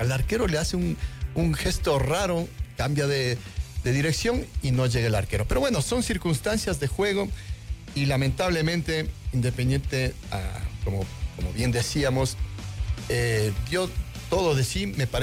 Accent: Ecuador; darnos orgullo como ecuatorianos

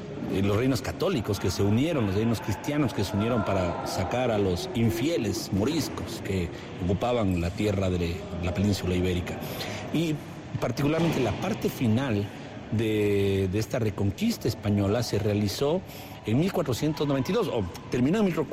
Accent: Quito, Pichincha, Ecuador; Yo soy de Quito

